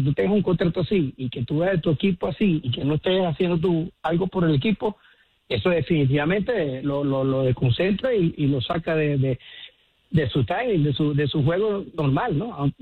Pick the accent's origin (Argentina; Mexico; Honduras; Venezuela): Venezuela